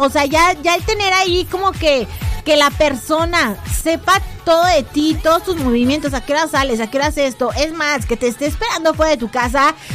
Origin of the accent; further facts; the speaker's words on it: Mexico; Yo como buena mexicana